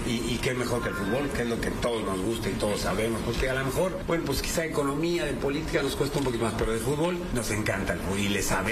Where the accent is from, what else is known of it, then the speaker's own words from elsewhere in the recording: Mexico; todos somos mexicanos.